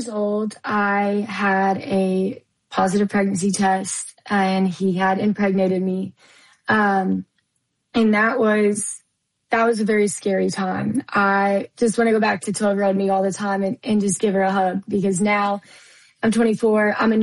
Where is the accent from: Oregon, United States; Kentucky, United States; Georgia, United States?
Kentucky, United States; Owensboro; Yes, so born and raised in Kentucky, and, you know, growing up, childhood was good.